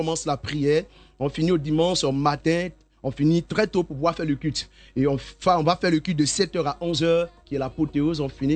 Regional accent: Côte d’Ivoire; ici en Côte d'Ivoire

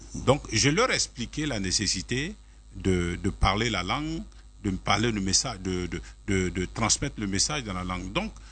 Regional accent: Daloa, Haut-Sassandra, Côte d’Ivoire; et je suis né à Daloa, où j'ai appris à parler quand même la langue bété, que je comprends, même si je ne parle pas couramment, mais je comprends.

